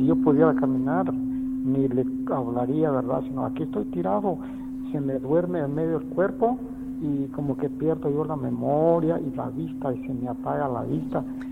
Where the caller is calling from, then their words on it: Totonicapán, Guatemala; yo soy del departamento de Totonicapán